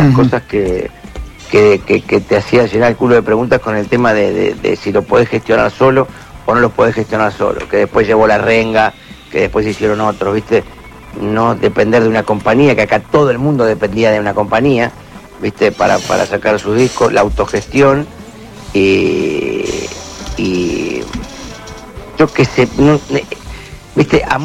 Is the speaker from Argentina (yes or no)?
yes; El Palomar, Buenos Aires Province, Argentina; Porque somos de Palomar, por cuestiones de barrio.